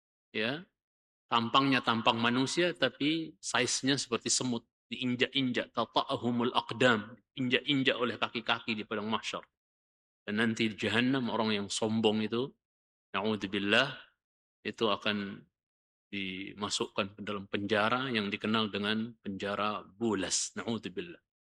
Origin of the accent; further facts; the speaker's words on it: Lombok, West Nusa Tenggara, Indonesia; Ya, kalau saya orang Lombok … misalnya begitu.